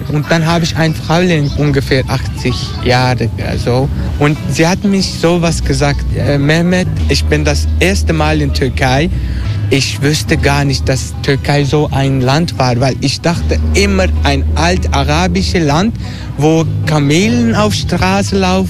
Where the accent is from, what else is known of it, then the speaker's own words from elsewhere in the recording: Netherlands; German is a second language; ich bin aufgewachsen in Holland